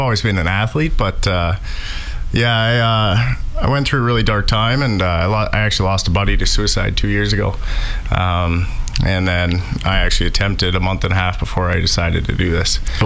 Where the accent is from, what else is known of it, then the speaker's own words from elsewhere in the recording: Dryden, Ontario, Canada; I'm currently running, I started in Vancouver. So I'm from Dryden, Ontario, a small town in Ontario, and I flew out to Vancouver, and I'm currently running back home